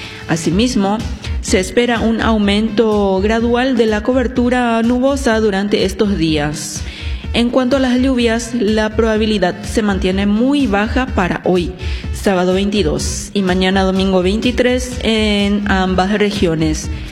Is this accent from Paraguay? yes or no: yes; Paraguay